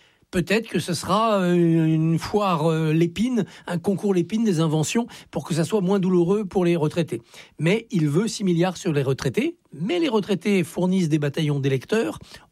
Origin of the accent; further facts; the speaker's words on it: Auvergne-Rhône-Alpes, France; trouvé très clair sur le sujet qui me tient à cœur aussi des Jeux Olympiques d'hiver 2030, puisque je suis des Hauts-de-Savoie.